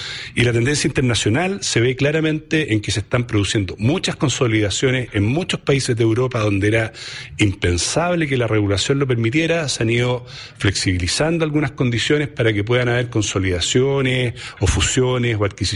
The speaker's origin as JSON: {"language": "Spanish", "country": "Chile", "moved": "as an adult", "lives_now": "Peru", "said": "si bien puedo ser yo chileno"}